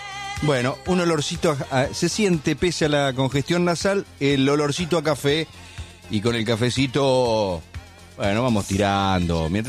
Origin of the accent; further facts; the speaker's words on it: Argentina; siempre remándola en dulce de leche, ustedes y nosotros, porque somos argentinos, ¿viste?